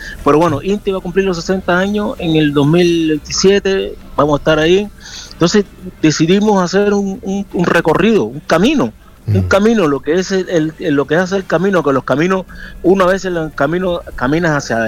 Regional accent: Havana, Cuba; now in Santiago, Chile; Yo soy de La Habana.

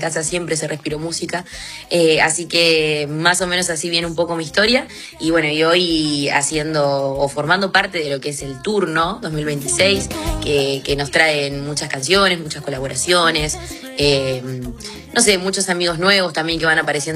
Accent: Santa Fe, Argentina; desde Argentina, Santa Fe Capital precisamente.

